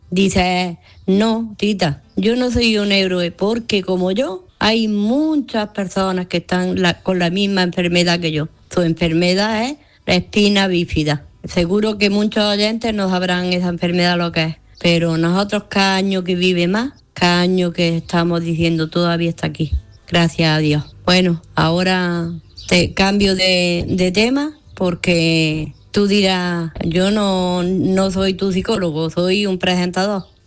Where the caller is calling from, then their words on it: Granada, Andalusia, Spain; de Granada